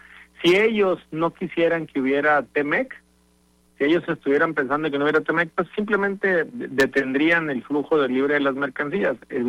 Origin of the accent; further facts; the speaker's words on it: Mexico; Somos mexicanas y mexicanos y tenemos la obligación de acompañar a nuestros connacionales en cualquier lugar del mundo.